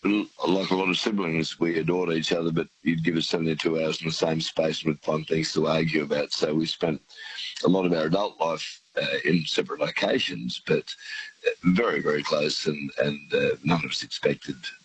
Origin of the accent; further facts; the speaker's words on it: Stanthorpe, Queensland, Australia; born there; I was born in the Stanthorpe Hospital in 1964, and that was a privilege because it was a small regional hospital, and I still live on the family property, 38 k's southwest of Stanthorpe off the Granite Belt